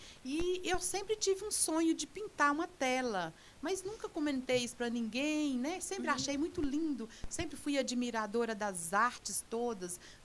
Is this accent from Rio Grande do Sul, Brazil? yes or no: no; Dom Serafim, Minas Gerais, Brazil; born there; Eu nasci na zona rural, lá em Dom Serafim